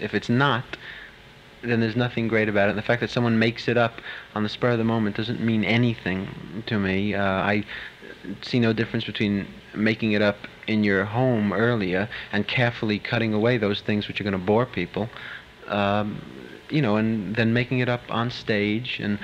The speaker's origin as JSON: {"language": "English", "town": "New York City", "region": "New York", "country": "United States", "said": "I am from Brooklyn"}